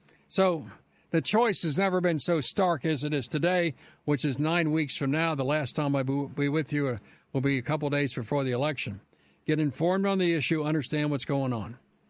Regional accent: Ohio, United States; In my home state of Ohio, it's a tough race for John Huston against Sherrod Brown

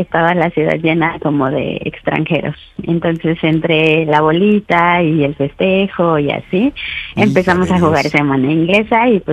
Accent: Mexico City, Mexico; de la Ciudad de México y tengo 36 años.

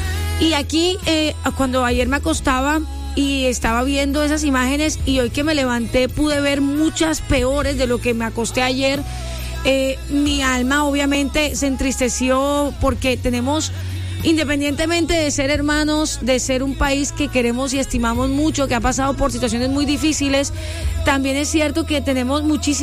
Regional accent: Colombia

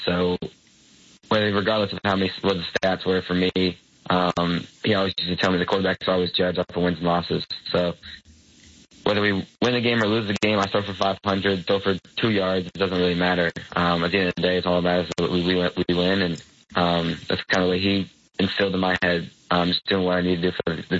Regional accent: Connecticut, United States; growing up around the Yale community for 16 years of my life when he was a head coach

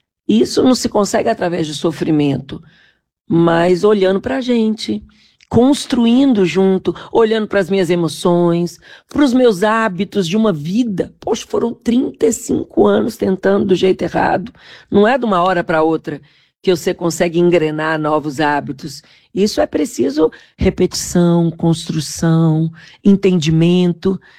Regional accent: Minas Gerais, Brazil; Eu sou mineira

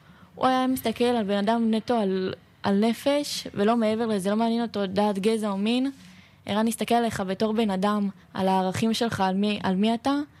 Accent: Ofakim, Southern District, Israel; born there; אני וערן גדלנו כאן יחד באופקים.

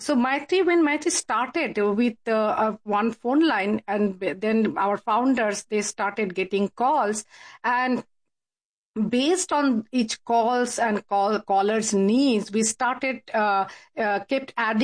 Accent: India; moved away; as you announced already, and I came from India about 30 years ago

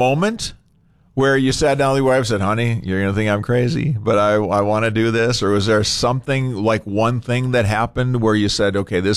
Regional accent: Mora, Minnesota, United States; I'm a Minnesota native. I grew up in Mora, the St. Cloud area.

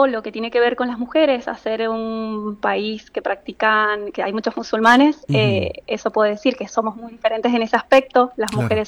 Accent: Argentina; moved away as an adult; now in Egypt; les digo que soy argentina

